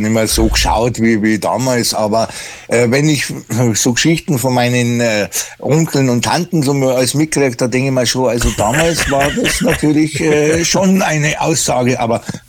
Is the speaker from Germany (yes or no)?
yes; Germany; born there; ich fühle mich natürlich, dass ich hier schon lange Jahre lebe und hier geboren bin, eher als mehr Deutsch als wie Italiener.